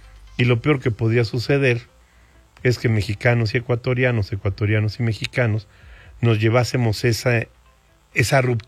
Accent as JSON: {"language": "Spanish", "country": "Mexico", "said": "Yo deseo, en verdad, merecemos todos como mexicanos"}